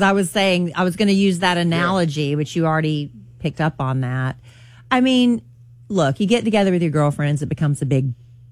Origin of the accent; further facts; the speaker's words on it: United States; born there; I'm very, very thankful that I was born in America.